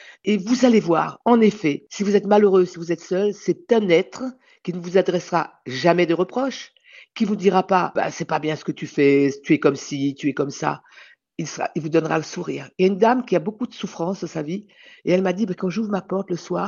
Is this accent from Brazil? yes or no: no; Réunion; j'ai vécu dans un univers très particulier à La Réunion, où à cette époque-là, moi j'étais enfant dans les années, fin des années 50, début années 60